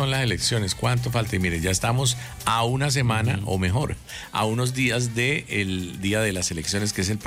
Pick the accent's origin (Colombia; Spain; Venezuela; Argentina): Colombia; nosotros como colombianos